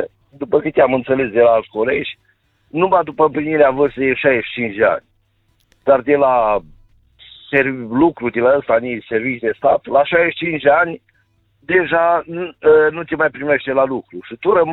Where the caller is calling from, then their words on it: Bistrița, Bistrița-Năsăud, Romania; de la Bistrița, viitor pensionat